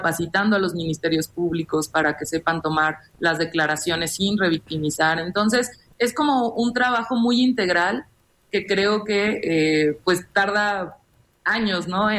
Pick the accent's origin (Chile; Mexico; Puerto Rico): Mexico